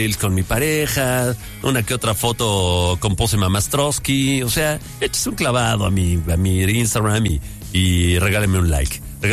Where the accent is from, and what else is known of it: Guadalajara, Jalisco, Mexico